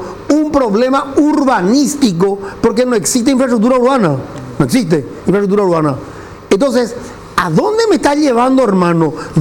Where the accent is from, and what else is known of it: Paraguay